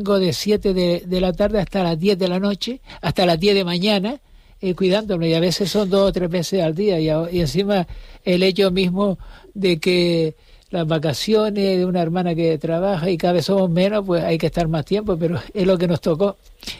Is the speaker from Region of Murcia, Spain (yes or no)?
no; Las Palmas de Gran Canaria, Canary Islands, Spain; Yo soy una persona que soy aquí de las canteras